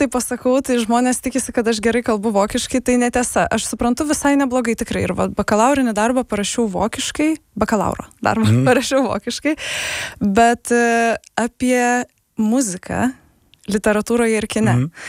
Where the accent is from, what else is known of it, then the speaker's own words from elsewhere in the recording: Šiauliai, Šiauliai County, Lithuania; moved away; Ir šiaip aš užaugau Šiauliuose.